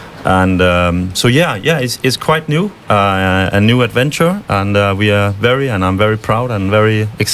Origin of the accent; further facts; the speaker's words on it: Denmark; moved away as an adult; now in Hua Hin, Thailand; So, I'm from Denmark. Mm-hmm. I've been living in Hua Hin for nearly 4 years.